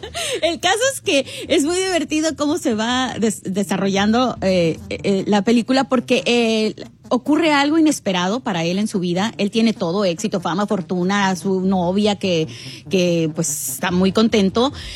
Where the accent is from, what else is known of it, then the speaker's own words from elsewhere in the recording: Los Angeles, California, United States; yo nací en Los Ángeles, uh-huh, y aquí crecí. Obviamente, yo siempre hablé en español en casa porque así nos obligó a mi mamá a hacerlo.